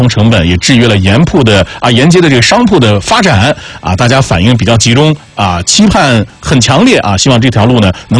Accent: Neijiang, Sichuan, China; 我是内江市区人

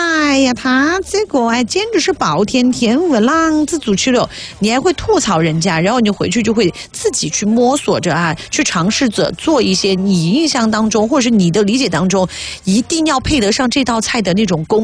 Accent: Sichuan, China; accent: Sichuanese

